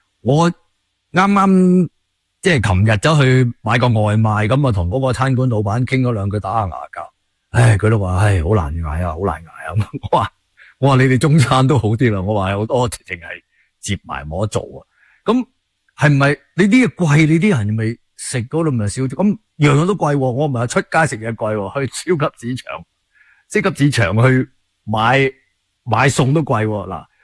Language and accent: Cantonese; Canada